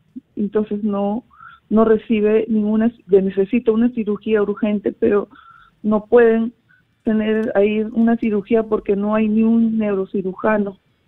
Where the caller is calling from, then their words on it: Lima, Peru; Soy acá de Lima, de San Juan del Lurigancho.